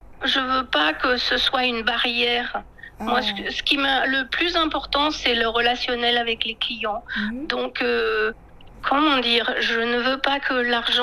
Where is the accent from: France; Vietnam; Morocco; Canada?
France; now in China